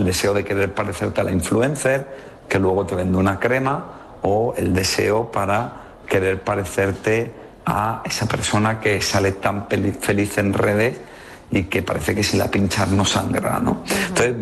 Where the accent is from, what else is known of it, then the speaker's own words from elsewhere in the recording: Granada, Andalusia, Spain; Soy de Granada, en Granada decimos muchas palabrotas